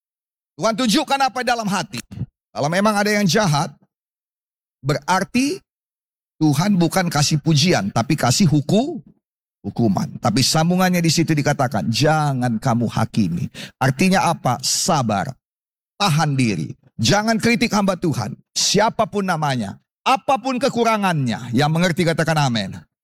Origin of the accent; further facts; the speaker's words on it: North Sumatra, Indonesia; Karena kami orang Karo paling suka bicara tentang orang lain.